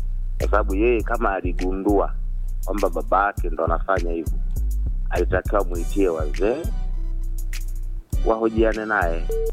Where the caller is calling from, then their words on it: Iringa, Tanzania; Natokea Kitwiwe, Iringa, Tanzania.